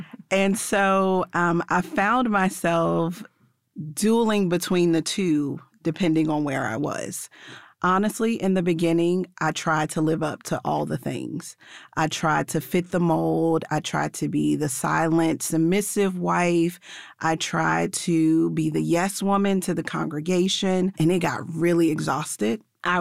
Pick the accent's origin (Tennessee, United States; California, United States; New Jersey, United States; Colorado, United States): Tennessee, United States; Memphis; When I grew up in Memphis